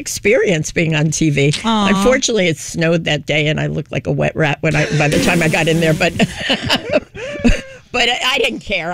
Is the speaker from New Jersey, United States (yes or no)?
yes; Paterson, New Jersey, United States; moved away; also born or lived in Italy / New York City / Virginia / Massachusetts; no, I was born in Italy, but then we came to Jersey. We immigrated there. And those days you had to be sponsored. And so my mother's adoptive aunt and uncle sponsored us. And that's how come we ended up there. But yes, then I went through school there